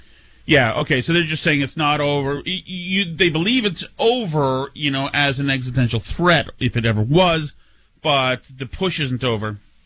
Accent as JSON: {"language": "English", "town": "Winchester", "region": "Massachusetts", "country": "United States", "said": "I'm from Winchester"}